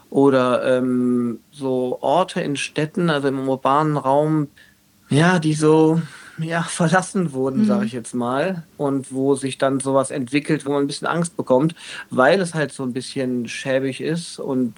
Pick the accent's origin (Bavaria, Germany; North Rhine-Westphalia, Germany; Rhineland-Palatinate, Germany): North Rhine-Westphalia, Germany; Aachen; Das war in Aachen, wo ich herkomme, eine Protestaktion gegen den Bau eines Shoppingcenters